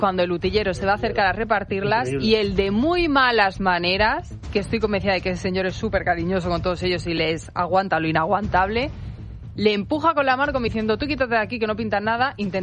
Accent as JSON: {"language": "Spanish", "country": "Spain", "said": "Vosotros estáis viviendo muy bien en mi país, formáis parte de un club español y el otro día demostraron que les da absolutamente igual España."}